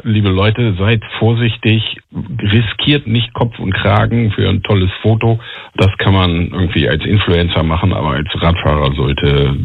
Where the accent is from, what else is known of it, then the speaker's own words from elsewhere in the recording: Hanover, Lower Saxony, Germany; Ich komme aus Hannover, da habe ich das große Glück, tatsächlich die meiste Strecke komplett durch Grün zu fahren.